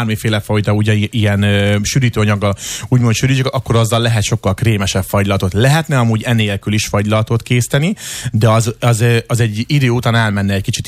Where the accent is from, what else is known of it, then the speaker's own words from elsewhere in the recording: Püspökszilágy, Pest, Hungary; én Püspökszilágyról származom